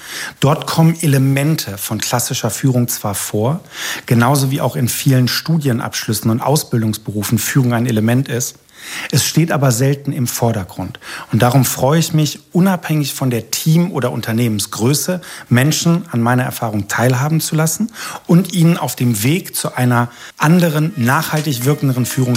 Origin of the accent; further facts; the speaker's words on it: Rhineland, Germany; Meine Familie kommt also ursprünglich aus Niedersachsen. Ich selbst bin aufgewachsen im Rheinland.